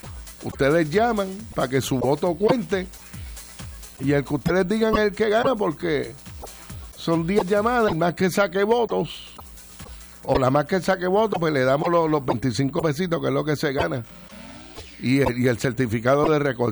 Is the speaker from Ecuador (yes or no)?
no; Añasco, Puerto Rico; Yo diría San Sebastián, Moca, me imagino yo Aguada, mi pueblo de Añasco.